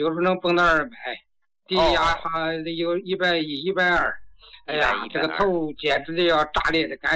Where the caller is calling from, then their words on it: Tianjin, China; 啊，张老师，我是天津的听众，今年73了